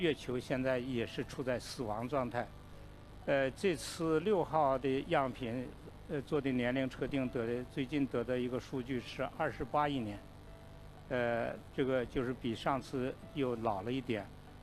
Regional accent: Northeast China, China; 比如说我们东北，我是东北人了，然后东北这个长白山是毫无疑问

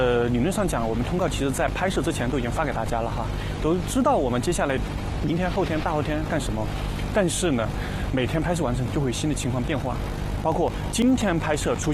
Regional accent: Chongqing, China; 我们重庆话

